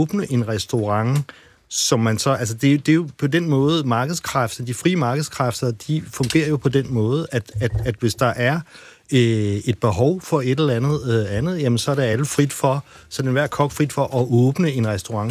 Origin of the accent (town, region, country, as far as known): Copenhagen, Capital Region of Denmark, Denmark